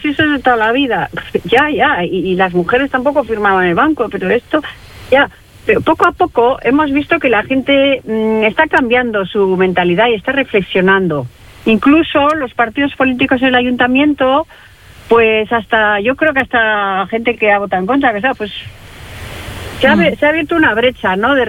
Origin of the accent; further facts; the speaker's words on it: Getxo, Basque Country, Spain; es mi pueblo, yo me criaba ahí en el Puerto Viejo, en la playa y tal